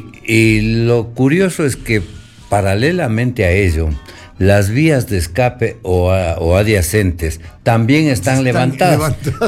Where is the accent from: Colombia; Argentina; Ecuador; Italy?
Ecuador; Quito, Pichincha; nosotros somos quiteños